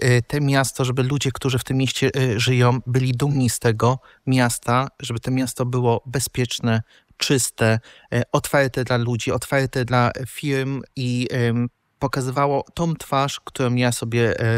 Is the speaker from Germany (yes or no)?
yes; Berlin, Germany; mam 40 lat, jestem ekonomistą, wychowałem się w Berlinie, mieszkam tutaj od drugiego roku życia